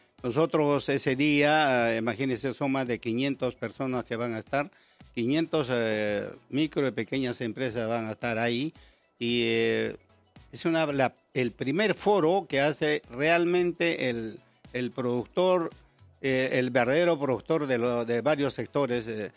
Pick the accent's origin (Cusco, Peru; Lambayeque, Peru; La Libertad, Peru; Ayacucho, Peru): Cusco, Peru; also born or lived in Arequipa; now in Lima, Peru; Yo soy de Cusco, de las alturas de donde está la mina Antapaccay, ¿no? Que es una zona fría, pero me he educado en Arequipa